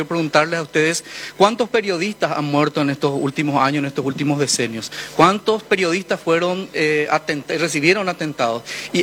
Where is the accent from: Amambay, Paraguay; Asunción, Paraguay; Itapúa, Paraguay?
Itapúa, Paraguay; Encarnación; yo soy del interior, yo soy de Encarnación, yo soy itapuense y hace bastante tiempo estoy trabajando.